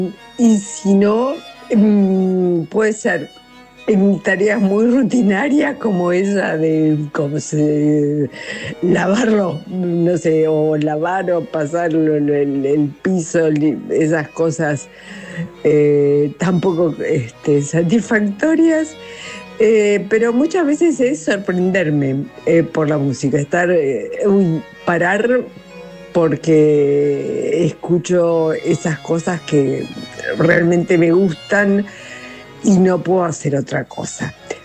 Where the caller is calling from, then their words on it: Buenos Aires, Argentina; de Colegiales.